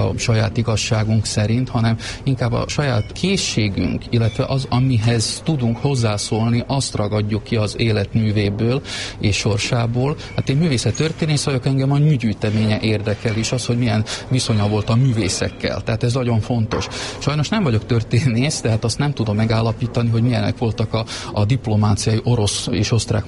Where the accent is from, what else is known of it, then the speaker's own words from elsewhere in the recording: Oláhpatak, Košice Region, Slovakia; Én gömöri vagyok, akkor azt mondom, hogy Olágpatakon, nem messze Betlértől.